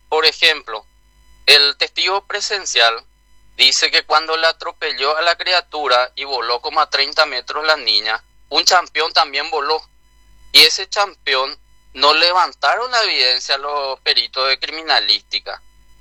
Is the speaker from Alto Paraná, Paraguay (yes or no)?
yes; Alto Paraná, Paraguay; todos nosotros que somos de Alto Paraná, sobre todo zona Ciudad del Este, Presidente Franco, Hernandaria